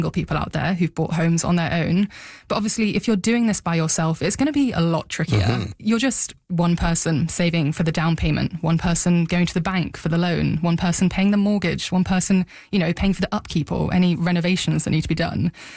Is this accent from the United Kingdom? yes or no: yes; United Kingdom; now in Vancouver, Canada; I'm not from Canada. Mm. I moved to Vancouver from the UK a couple of years ago. And don't get me wrong, London was expensive, but it's expensive here too.